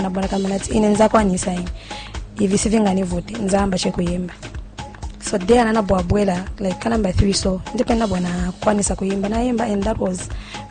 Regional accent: Lusaka, Lusaka Province, Zambia; Like I said … born in 1999, from Matero. I'm from Matero, actually.

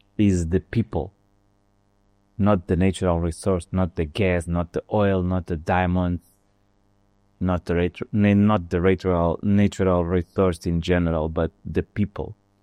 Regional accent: Maputo, Maputo City, Mozambique; English is a second language; also born or lived in Portugal / Russia / Italy / France; regarding when I was growing up in Maputo City, where I born. My school, 3 February, 3 de Fevereiro, and then Kitabo College, and then Portugal, and then Russia, and then Italy, France.

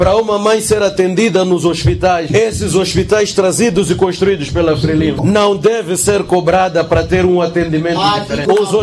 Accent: Mozambique; entre nós, como moçambicanos

